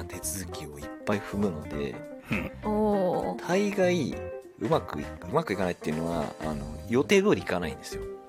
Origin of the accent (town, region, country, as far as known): Otaru, Hokkaido, Japan